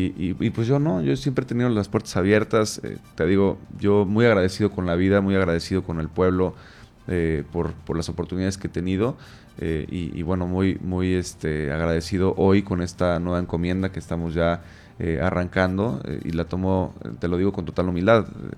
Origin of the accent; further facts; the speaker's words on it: Quintana Roo, Mexico; Yo sí soy de aquí, Anuar, yo soy nacido en Quintana Roo, yo crecí en Quintana Roo, estoy formando a mi familia en Quintana Roo, yo no vengo de paso.